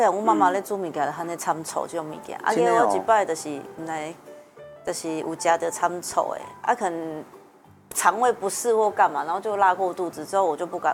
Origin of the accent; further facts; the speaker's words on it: Taiwan